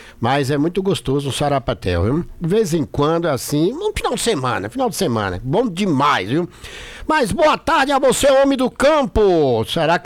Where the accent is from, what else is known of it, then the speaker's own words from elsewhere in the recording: Northeast Region, Brazil; para a nossa região e para o nosso Nordeste